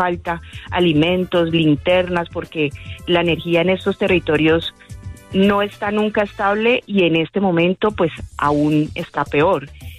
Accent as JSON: {"language": "Spanish", "town": "Cali", "region": "Valle del Cauca", "country": "Colombia", "said": "tenemos que seguirnos moviendo como caleños, como vallecaucanos y como colombianos"}